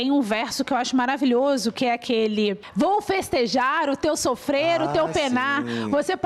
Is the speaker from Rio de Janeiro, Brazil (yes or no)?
yes; Volta Redonda, Rio de Janeiro, Brazil; eu sou de Volta Redonda, então eu ouvi muito rádio na vida